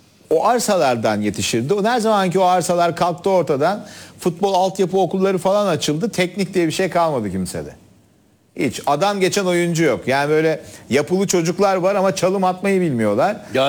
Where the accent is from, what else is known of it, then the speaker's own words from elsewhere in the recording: Istanbul, Turkey; Biz Bakırköylüyüz. Bakırköy'de oturuyorduk. Makriköy.